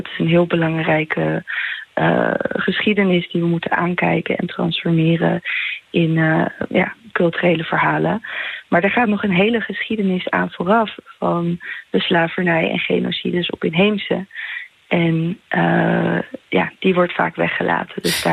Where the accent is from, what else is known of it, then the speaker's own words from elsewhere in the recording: Netherlands; Ik ben een Nederlandse, Boliviaanse met Quechua roots.